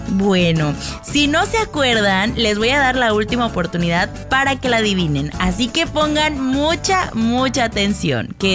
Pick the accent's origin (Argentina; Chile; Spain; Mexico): Mexico; forma parte de lo que somos orgullosamente como mexicanos.